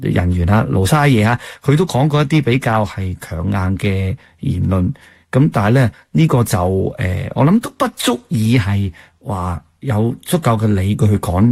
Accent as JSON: {"language": "Cantonese", "country": "Canada", "said": "我哋加拿大人"}